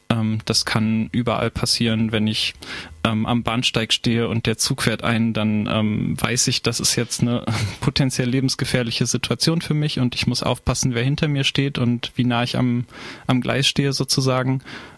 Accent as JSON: {"language": "German", "region": "Berlin", "country": "Germany", "tie": "born or raised there", "moved": "as an adult", "said": "Ich bin in Kreuzberg aufgewachsen, habe auch eine Zeit lang in Spandau gewohnt"}